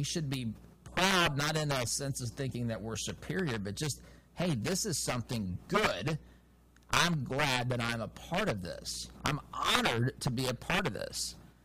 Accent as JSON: {"language": "English", "country": "United States"}